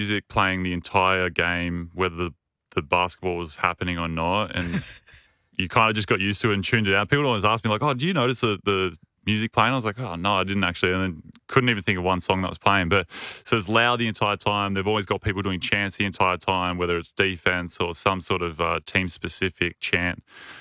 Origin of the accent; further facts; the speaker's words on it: Blue Mountains, New South Wales, Australia; also born or lived in Japan; I grew up in the Blue Mountains and there wasn't much snow there.